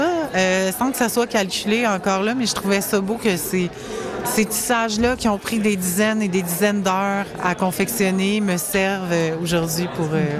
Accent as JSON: {"language": "French", "town": "Quebec City", "region": "Quebec", "country": "Canada", "tie": "born or raised there", "said": "je suis originaire de la ville de Québec."}